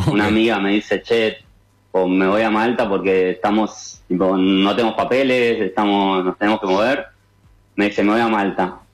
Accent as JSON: {"language": "Spanish", "region": "Buenos Aires", "country": "Argentina", "also_born_or_lived": "Copenhagen, Denmark / Sweden", "moved": "yes", "said": "No, yo viajé en el 2019, me fui para Dinamarca, de acá de Buenos Aires, de allá de Buenos Aires."}